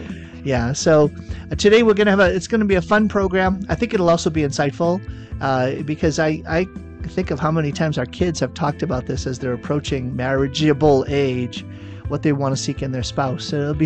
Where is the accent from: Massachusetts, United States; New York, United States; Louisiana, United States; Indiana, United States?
Massachusetts, United States; Boston; Humidity, growing up in Boston, the humidity was horrific.